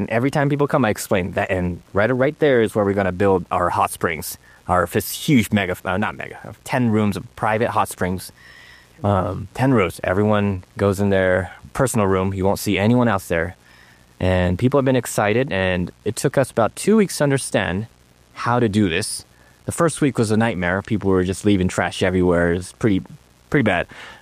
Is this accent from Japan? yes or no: yes; Japan; Again, I'm from Japan. And in Japan, your word is everything.